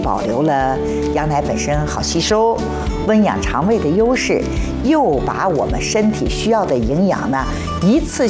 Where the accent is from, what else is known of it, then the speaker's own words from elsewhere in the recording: Shanghai, China; 就是我跟他通话的时候呢，我们上海话叫咖喱